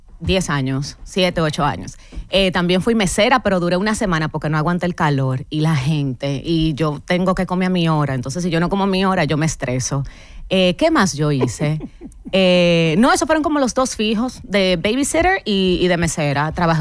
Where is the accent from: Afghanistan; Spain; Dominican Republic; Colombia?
Dominican Republic; moved away as an adult; also born or lived in Los Angeles, United States; Y esto es una plaza que es mi país y es donde también, o sea, donde yo pertenezco. Yo nunca voy a ser extranjera en mi país.